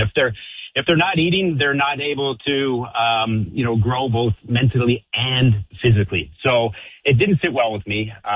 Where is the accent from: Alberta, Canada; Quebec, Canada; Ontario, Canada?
Ontario, Canada; Toronto; So I'm back in Ontario where I started. I'm from Toronto and I started here.